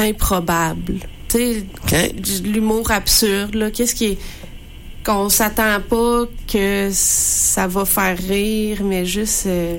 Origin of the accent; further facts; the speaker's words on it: Rimouski, Quebec, Canada; moved away as an adult; now in Montreal, Canada; Je suis née à Rimouski, puis j'ai fait toute ma vie ici, pas mal, là, jusqu'à 18 ans.